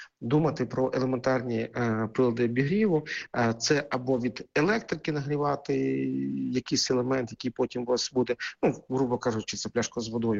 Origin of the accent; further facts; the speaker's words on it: Kharkiv, Kharkiv Oblast, Ukraine; now in Kyiv, Ukraine; я з Харкова, але живу в Києві.